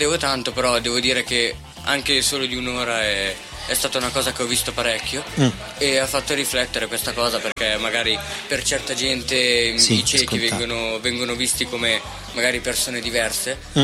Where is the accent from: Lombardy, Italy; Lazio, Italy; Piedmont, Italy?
Lombardy, Italy; Vigevano; No, noi siamo di Vigevano.